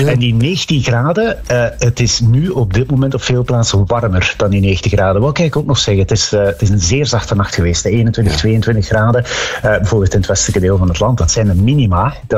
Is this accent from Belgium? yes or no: yes; Ghent, East Flanders, Belgium; Ik ben geboren en getogen in Gent.